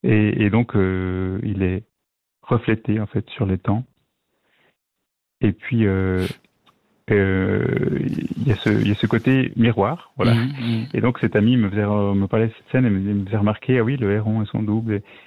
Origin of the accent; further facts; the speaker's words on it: Lausanne, Vaud, Switzerland; born there; now in Vevey, Switzerland; je suis né à Lausanne, j'ai passé maintenant j'habite à Vevey, mais j'ai habité 20 ans là-bas.